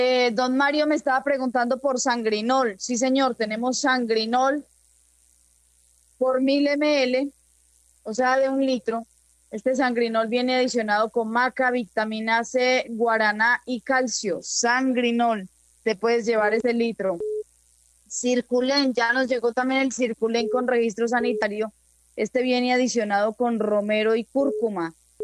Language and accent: Spanish; Argelia, Antioquia, Colombia; Este domingo voy a estar por allá ejerciendo mi deber del voto en Argelia. Saludito muy especial a mi pueblito del alma.